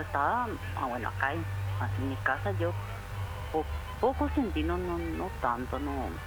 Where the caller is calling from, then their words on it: Ñemby, Central, Paraguay; Acá por Ñemby, no más todavía.